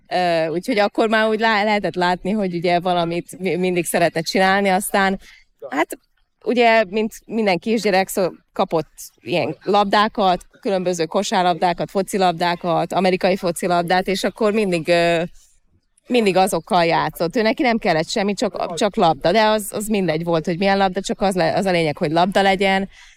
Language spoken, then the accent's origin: Hungarian; Hungary; born or raised there; moved away; also born or lived in Kansas City, United States